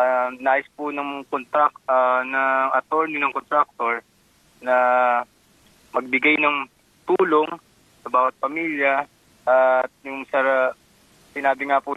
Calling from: Karamoan, Bicol Region, Philippines; Taga ano po, Karamoan, Bicol.

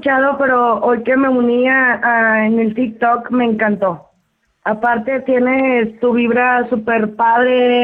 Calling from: Monterrey, Nuevo León, Mexico; yo soy de Monterrey

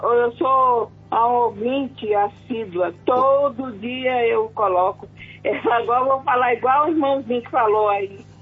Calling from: São Paulo, Brazil; Eu falo aqui da Zona Norte, Jardim Felicidade.

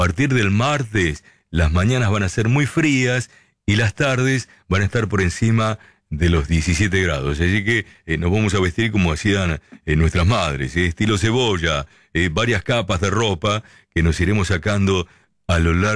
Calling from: Necochea, Buenos Aires Province, Argentina; de Necochea. Un abrazo para todos ustedes.

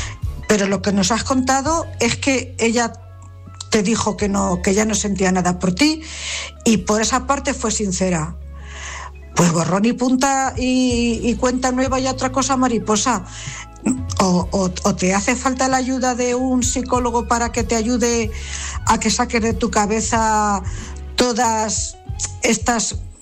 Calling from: Cuenca, Castilla-La Mancha, Spain; corresponsal de Cuenca.

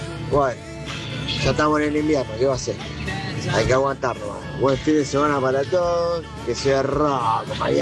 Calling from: Morón, Buenos Aires Province, Argentina

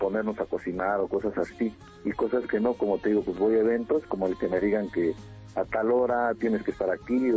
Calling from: Nezahualcóyotl, State of Mexico, Mexico; Desde Ciudad Nezahualcóyotl.

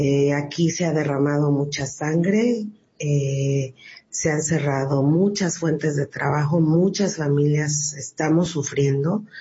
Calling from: Morelos, Mexico; de Morelos.

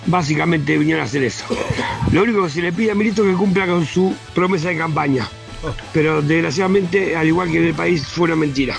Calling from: La Reja, Buenos Aires Province, Argentina; de la Reja.

